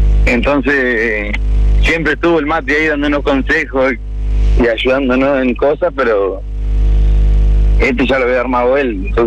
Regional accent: Gualeguay, Entre Ríos, Argentina; now in Timbúes, Argentina; Somos todos de Gualeguay nosotros.

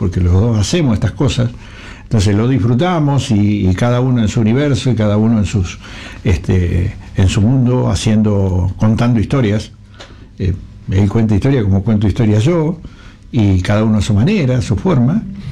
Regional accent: Villa Gobernador Gálvez, Santa Fe, Argentina; born or raised there

